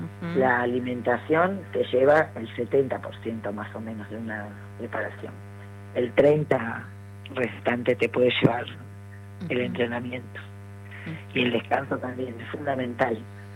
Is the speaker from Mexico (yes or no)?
no; Argentina; Yo soy la única argentina